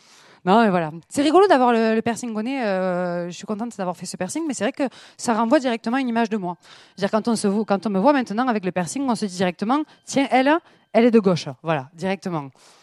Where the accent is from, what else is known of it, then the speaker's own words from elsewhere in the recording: Béziers, Occitanie, France; accent: southern French (Béziers); now in Grenoble, France; on finira toujours par me dire que mon accent, il vient soit de Toulouse, soit de Marseille. Voilà, tout le temps, on me dit ça avec l'accent. Il n'y a qu'une fois où il y a un monsieur qui a visé juste. Il m'a fait « Oh, mais je reconnais l'accent qui vient de Béziers. »